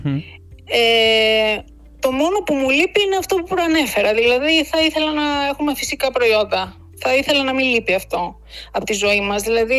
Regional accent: Greece; moved away as an adult; also born or lived in United States; Στην Ελλάδα γεννήθηκα, στην Ελλάδα μεγάλωσα.

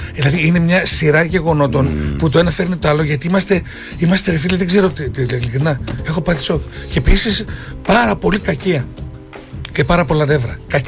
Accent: Greece; εμείς σαν Έλληνες την έχουμε ξεκινήσει αυτή την τεχνική εδώ και πάρα πολλά χρόνια.

